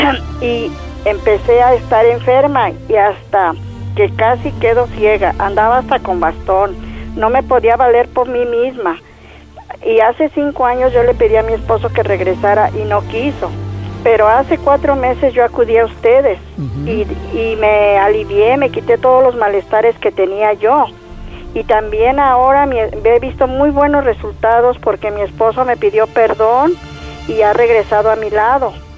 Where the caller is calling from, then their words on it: Tlaquepaque, Jalisco, Mexico; De aquí de Guadalajara, municipio Tlaquepaque.